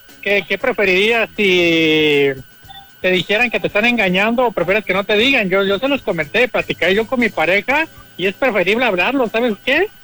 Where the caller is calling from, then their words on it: Guadalajara, Jalisco, Mexico; Muy buenos días … de Guanatos.